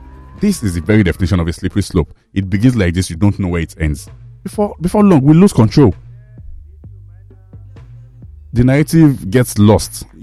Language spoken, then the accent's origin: English; Lagos, Nigeria; Growing up in Lagos